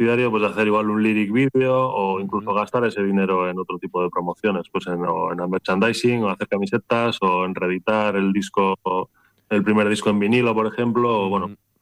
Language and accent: Spanish; Lekeitio, Basque Country, Spain; now in Durango, Spain; Y yo soy de Lekeitio, pero bueno, vivo en Durango.